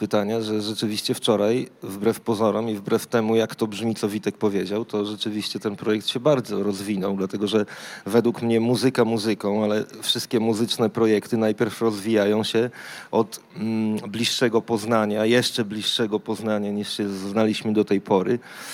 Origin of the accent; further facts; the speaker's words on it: Łódź, Łódź Voivodeship, Poland; my obaj jesteśmy z Łodzi.